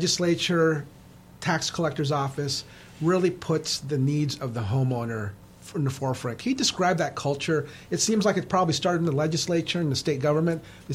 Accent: Washington, United States; moved away; I come from Washington State.

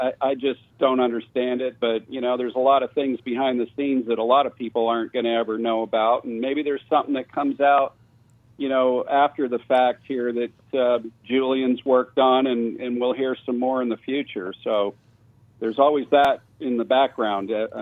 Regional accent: Toronto, Ontario, Canada; moved away; you guys know I'm from Toronto

